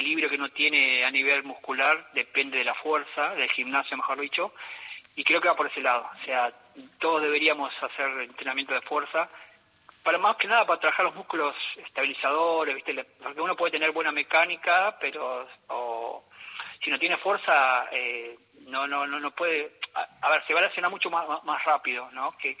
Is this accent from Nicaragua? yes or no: no; Entre Ríos, Argentina; 9 de julio Villaguay, que está cerca de mi pueblo